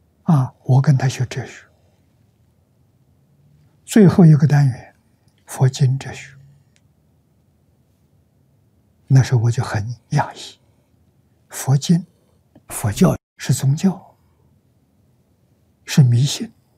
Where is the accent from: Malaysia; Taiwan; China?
China; Anhui; 我们老家安徽这个地方，啊，江南江北，还有一点迹象还没有磨灭，房子老房子还在